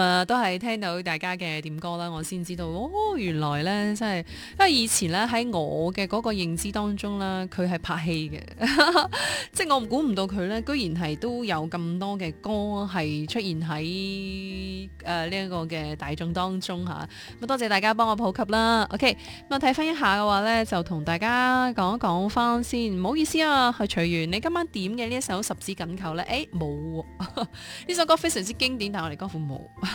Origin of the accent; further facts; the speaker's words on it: Zhaoqing, Guangdong, China; 我哋都系肇庆人民嚟噶嘛，我哋肯定系想我哋嘅家乡能够即系喺省嗰度咧斩露头角噶嘛